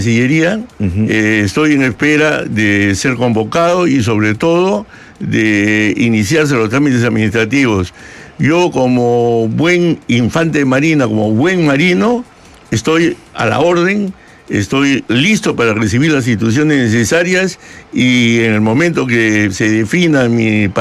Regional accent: Peru

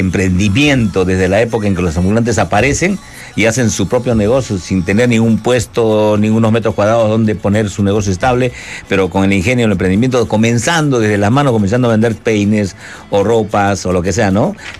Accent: Peru; los peruanos hemos regresado.

